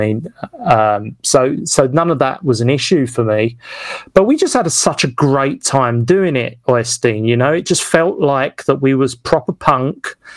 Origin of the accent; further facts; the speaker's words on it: Westcliff, East of England, United Kingdom; doing a show in Westcliff in my hometown, but having an American compere, I thought that was going to sound cool, you know.